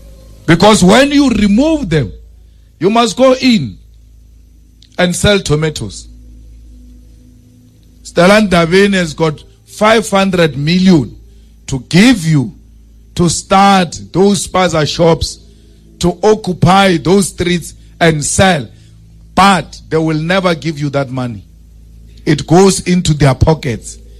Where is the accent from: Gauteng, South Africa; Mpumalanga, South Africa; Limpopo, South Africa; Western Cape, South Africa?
Limpopo, South Africa; Some of us from Limpopo are going to be the biggest victims because we are dark.